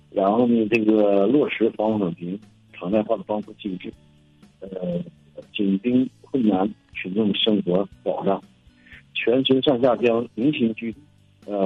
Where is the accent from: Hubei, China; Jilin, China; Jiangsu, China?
Jilin, China; 因为咱们东北吧受这个天气影响，冬季就是淡季。